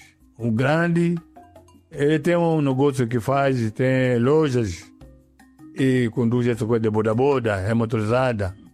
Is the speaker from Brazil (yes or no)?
no; Mozambique; mas enquanto não, eu sou moçambicano.